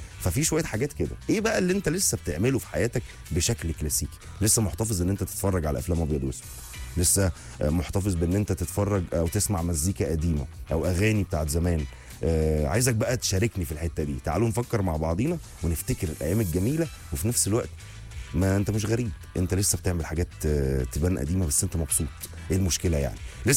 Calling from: Suez, Suez Governorate, Egypt; من السويس بحب اتابع برنامجك

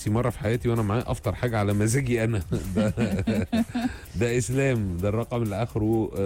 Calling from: Mansoura, Dakahlia, Egypt; مساءك ورد وفل، … من المنصورة.

